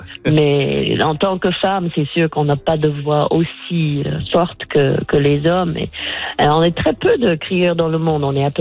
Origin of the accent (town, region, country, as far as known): Nova Scotia, Canada; born there